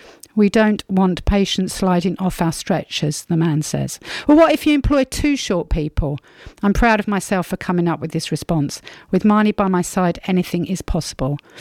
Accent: East of England, United Kingdom; although I'm from Essex, I was in Bermondsey at the time

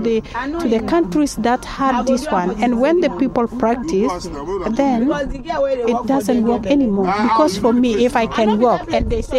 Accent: Lower Saxony, Germany; now in Berlin, Germany; because I'm here. I'm not from here, from Berlin. I'm from Niedersachsen.

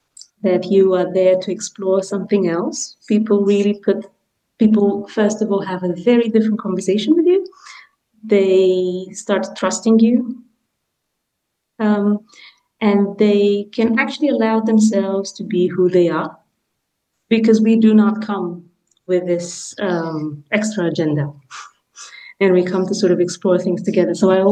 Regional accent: Romania; English is a second language; now in United Kingdom; so I'm a migrant in the UK, moved here in 2009, I'm from Romania.

